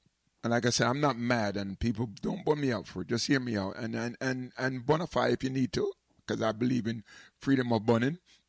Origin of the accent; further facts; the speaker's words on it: Jamaica; as a Jamaican, you know, we work a lot of jobs